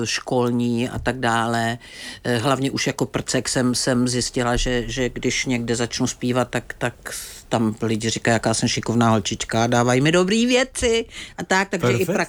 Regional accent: Prague, Czechia; born there; Narodila jsem se v Praze.

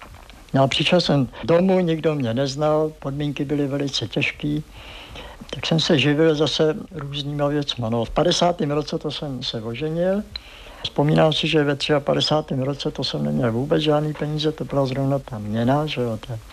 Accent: South Bohemian Region, Czechia; no, dělal jsem tady zkoušky a teď vidím, že nejsem přijatým, jsem z Jižní Čech.

